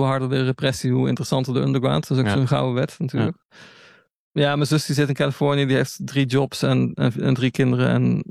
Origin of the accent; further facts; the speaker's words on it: Netherlands; now in United States; En dat zeg ik wederom niet als Nederlander.